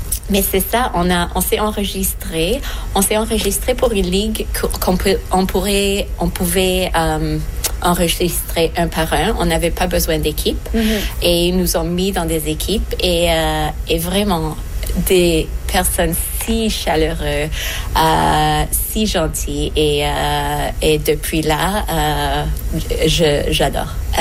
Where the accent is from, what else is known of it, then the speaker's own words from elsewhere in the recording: Montreal, Quebec, Canada; born there; je suis née au Québec, à Montréal. Ma famille est d'origine égyptienne et j'étais réfugiée